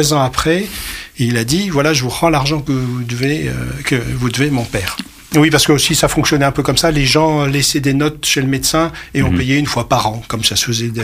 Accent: France; born there; Alors moi, non, je suis né en 63, donc je suis né 3 ans plus tard, à Clermont.

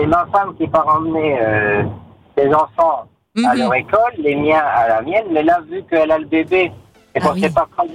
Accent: Altkirch, Grand Est, France; Alors, il faut connaître un peu l'Alsace. Nous, on est d'Alkir.

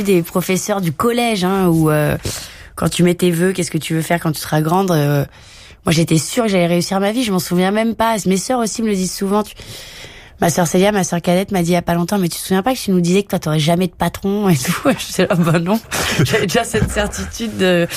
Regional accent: Avignon, Provence-Alpes-Côte d'Azur, France; also born or lived in Nîmes / La Rochelle; ma mère est Charente-Maritime, donc ils avaient envie, ils se sont dit, allez, on bouge du sud, et puis en fait, ça n'a pas tenu du tout. Ils sont redescendus, donc j'ai grandi à Avignon

